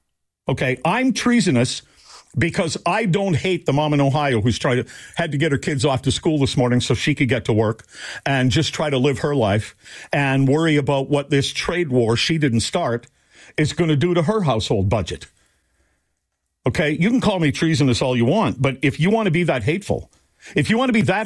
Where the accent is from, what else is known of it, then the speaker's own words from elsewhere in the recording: Manitoba, Canada; No, I'm Canadian. are from Manitoba.